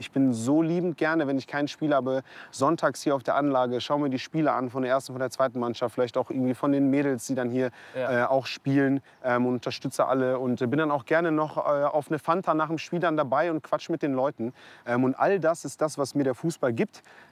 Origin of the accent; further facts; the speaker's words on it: Germany; born there; Ich habe halt irgendeine dunkle Hautfarbe, bin aber Deutscher, identifiziere mich auch als Deutscher, bin auch hier geboren und auch meine Mutter ist deutsch.